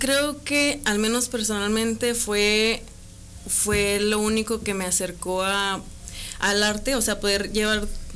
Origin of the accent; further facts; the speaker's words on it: Zacatecas, Mexico; also born or lived in United States; Sí, nací en Zacatecas. Nací en Zacatecas y después nos mudamos de chiquitos a Estados Unidos un tiempo y luego ya regresé acá a México para la primaria.